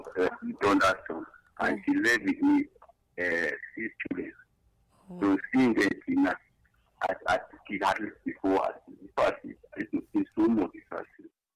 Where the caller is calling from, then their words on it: Cross River, Nigeria; I'm calling from Cross River.